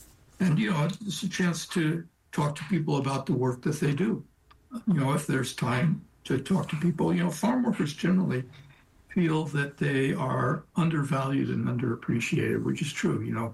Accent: Oakland, California, United States; born or raised there

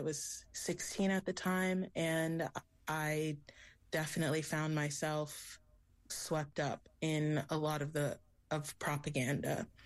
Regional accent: Houston, Texas, United States; I grew up in Houston, Texas

